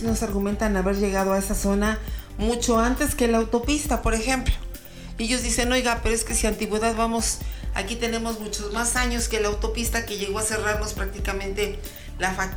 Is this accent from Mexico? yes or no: yes; Mexico; lo concerniente a ciertos beneficios que como mexicanos y como ciudadanos tenemos derecho